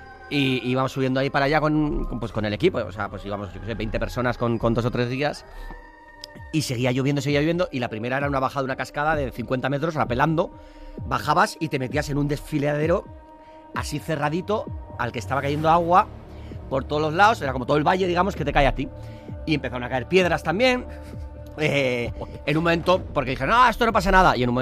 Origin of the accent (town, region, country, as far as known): San Sebastián, Basque Country, Spain